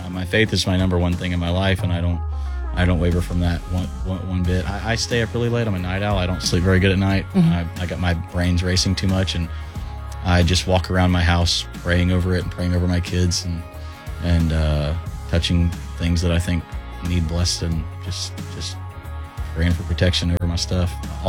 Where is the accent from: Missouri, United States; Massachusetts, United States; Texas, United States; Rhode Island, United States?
Missouri, United States; I grew up in Missouri, but got dropped off every summer by my grandma to work in the horse barns.